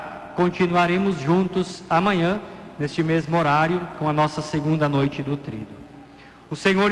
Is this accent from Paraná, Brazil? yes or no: no; Nova Bassano, Rio Grande do Sul, Brazil; nós que aqui somos de Nova Bassano